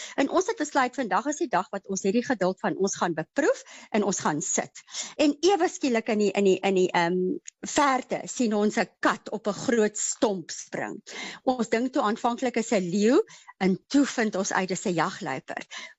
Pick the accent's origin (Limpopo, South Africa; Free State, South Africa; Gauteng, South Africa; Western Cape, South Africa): Limpopo, South Africa; Tzaneen; moved away as an adult; also born or lived in United States; ek het groot geword in Tzaneen, so ek was baie in Letaba kamp